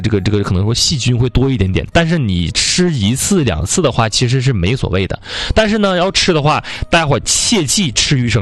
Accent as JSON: {"language": "Chinese", "region": "Northeast China", "country": "China"}